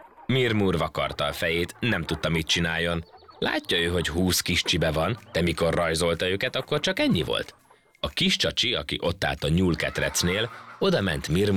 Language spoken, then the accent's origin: Hungarian; Szeged, Csongrád-Csanád, Hungary; born there; Amikor gyerek voltam, Szegeden